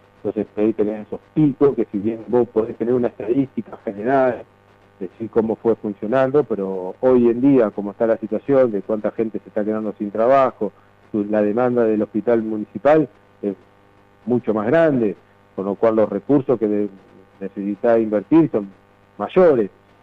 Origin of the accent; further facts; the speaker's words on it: Ramallo, Buenos Aires Province, Argentina; somos de Ramallo